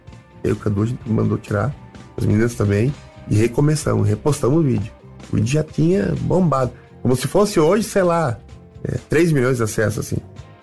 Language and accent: Portuguese; Rio Grande do Sul, Brazil; now in Curitiba, Brazil; Eu sou gaúcho, vou perder a identidade. Meio bairrista ainda, né? Tu vê, depois virei bairrista curitibano. Hoje eu sou curitibano.